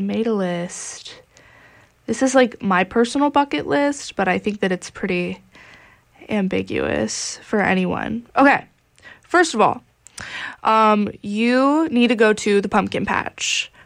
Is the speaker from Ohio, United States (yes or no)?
yes; Dayton, Ohio, United States; moved away as an adult; now in Bowling Green, United States; we are in Bowling Green, which is way closer to Sandusky. My hometown is Dayton, Ohio